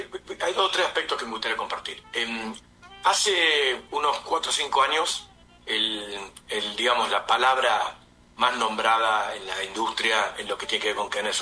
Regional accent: Argentina; siendo argentino y en 20 años de esta disciplina

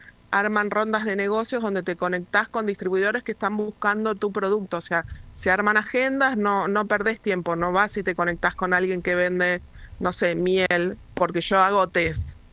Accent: Lago Puelo, Chubut, Argentina; yo soy de Lago Pueblo

